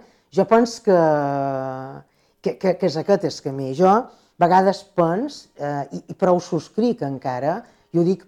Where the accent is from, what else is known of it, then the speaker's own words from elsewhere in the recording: Menorca, Balearic Islands, Spain; moved away; also born or lived in Barcelona / Tavernes de la Valldigna; Som una menorquina, de mare mallorquina, d'avi Vicenç, que he viscut 20 anys a Barcelona i que he estat casada i he anat molts anys a Tavernes de la Valldigna i en el País Valencià.